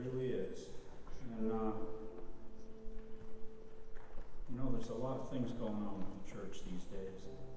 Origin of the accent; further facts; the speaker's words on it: Canada; That's just my personal opinion. I'm a Canadian.